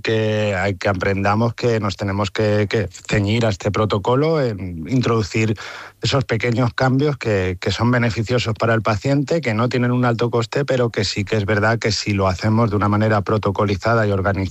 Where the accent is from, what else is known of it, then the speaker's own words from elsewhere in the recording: Almodóvar del Campo, Castilla-La Mancha, Spain; De hecho, en mi despacho tengo mi póster con mis encierros de Almodóvar, mi pegatina de Almodóvar del Campo. Intento siempre, llevar por bandera mi pueblo y mi tierra.